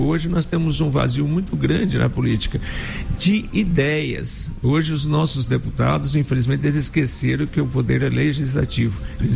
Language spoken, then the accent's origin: Portuguese; Curitiba, Paraná, Brazil; moved away; Saí de Curitiba, né? Aí, rapaz, eu vim e falei assim, eu vou ter que ganhar um dinheiro lá, porque se eu tiver que voltar, eu não tenho dinheiro para voltar.